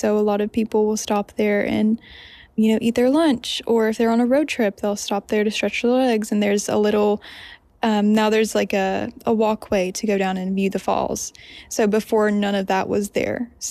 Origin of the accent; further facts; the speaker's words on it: West Virginia, United States; I'm a student at West Virginia State University, and I'm from Boone County, West Virginia.